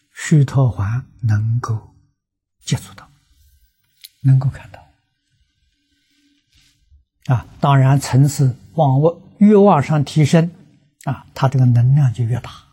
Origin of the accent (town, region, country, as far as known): China